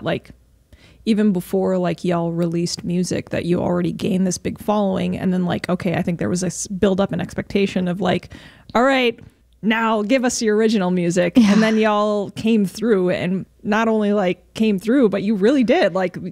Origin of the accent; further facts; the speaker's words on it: Philippines; Because I grew up singing karaoke. I'm Filipino, so, you know, my mom grew up.